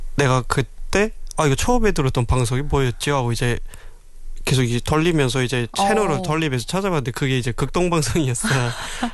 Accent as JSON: {"language": "Korean", "country": "North Korea", "tie": "born or raised there", "lives_now": "South Korea", "said": "제가 생각하는 북한 땅이라고 하면 제가 지금 현재 남한에서 살고 있는 이제 청년으로서 이제 제가 제 고향을 상상해 보면"}